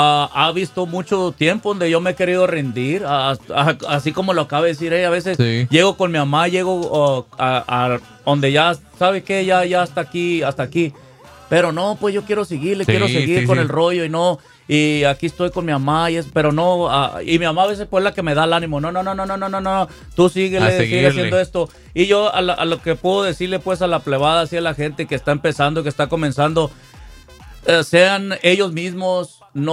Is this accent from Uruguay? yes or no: no; Mexico